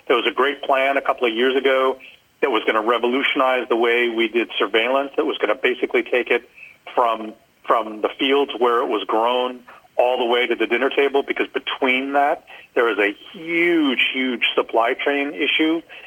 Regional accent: United States; as American citizens

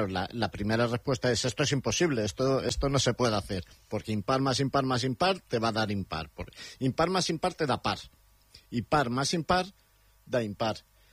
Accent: Madrid, Community of Madrid, Spain; born there; Yo soy gato, mis padres nacieron en Madrid, yo nací en Madrid, mis padres nacieron en Madrid, dos de mis cuatro abuelos nacieron en Madrid, los otros dos se vinieron de jovencitos a Madrid, a 47 kilómetros, o sea que soy muy gato

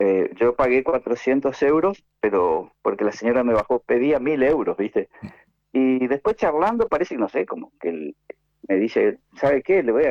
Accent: Posadas, Misiones, Argentina; moved away as an adult; now in Buenos Aires, Argentina; Yo me vine de Posadas a hacer, me vine, digo, como que estuviera ahí, a hacer la especialidad en el Hospital Tornú.

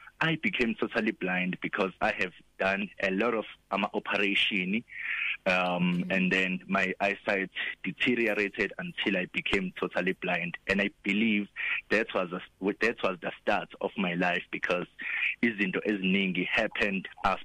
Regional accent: Pietermaritzburg, KwaZulu-Natal, South Africa; born and bred in Pietermaritzburg, in the Wenasemaqongo.

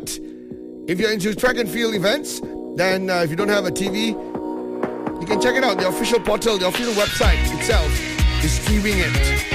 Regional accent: Selangor, Malaysia; Yes, I am from Selangor.

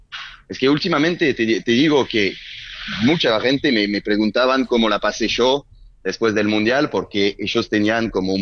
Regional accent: Lyon, Auvergne-Rhône-Alpes, France; Spanish is a second language; No, de Lyon.

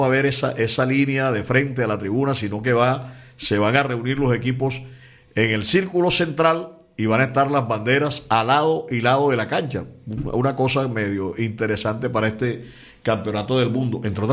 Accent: Barranquilla, Atlántico, Colombia; estudié en los colegios públicos de Barranquilla. Mi primaria fue en la escuela 34 para varones, mi bachillerato fue en el INEM Miguel Antonio Caro, allá en la calle 30.

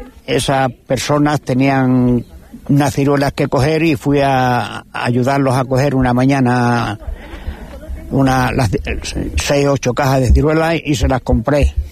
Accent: Cabrero, Extremadura, Spain; el sastre ese iba a mi pueblo, a Cabrero.

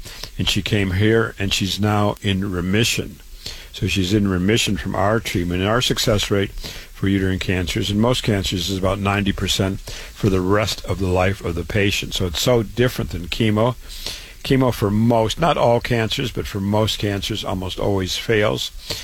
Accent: Waterloo, Iowa, United States; I was born and raised in Waterloo, Iowa.

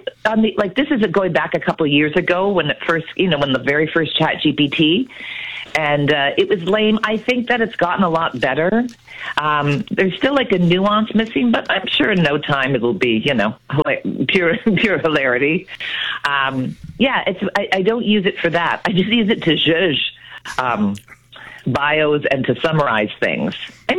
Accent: Ontario, Canada; It is going to be a Steeltown girl. I'm from the Sioux

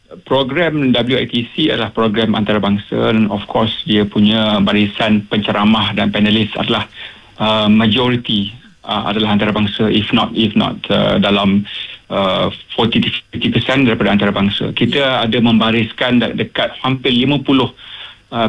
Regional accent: Jerantut, Pahang, Malaysia; saya sebenarnya saya orang Pahang, saya orang Jerantut.

